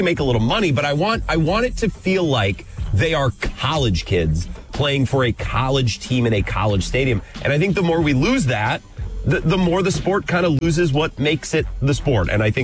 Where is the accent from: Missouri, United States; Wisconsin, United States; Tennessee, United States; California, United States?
Wisconsin, United States; Dunn County; I'm from Dunn County.